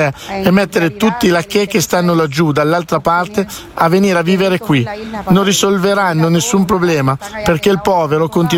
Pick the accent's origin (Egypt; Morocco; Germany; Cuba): Cuba; Havana; Italian is a second language; se la situazione nel mio paese continua ad aggravarsi così, il popolo cubano finirà per scomparire. È triste dirlo, è un'angoscia totale. Con questi blackout i propri cari non riescono più a resistere. Io sono dell'Havana, la mia famiglia è dell'Oriente